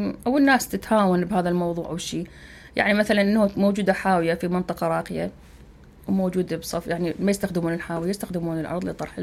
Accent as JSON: {"language": "Arabic", "town": "Hilla", "region": "Babil", "country": "Iraq", "said": "يعني احنا عندنا بالحلة"}